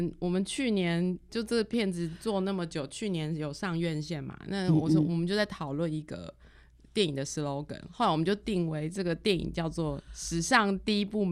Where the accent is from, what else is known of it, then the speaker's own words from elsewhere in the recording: southern Taiwan, Taiwan; 我们都是南部人。